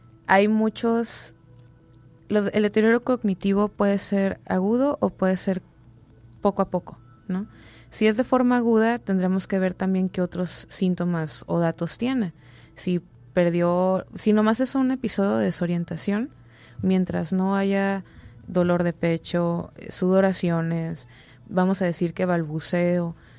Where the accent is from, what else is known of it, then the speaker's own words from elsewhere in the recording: Mexico; por lo menos como mexicanos